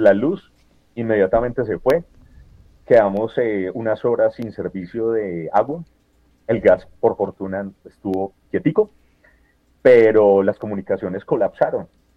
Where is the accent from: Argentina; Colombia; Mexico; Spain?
Colombia; Pereira, Risaralda; moved away as an adult; now in Bogotá, Colombia; ¿Cómo se puede sentir uno como pereirano? Ver la ciudad donde uno nació, creció, bueno, yo vivo en Bogotá, pero yo con mucha frecuencia vengo aquí a Pereira